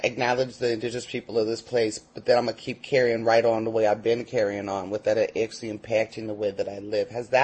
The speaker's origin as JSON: {"language": "English", "area": "the Bay Area", "region": "California", "country": "United States", "said": "when they heard I was from the Bay"}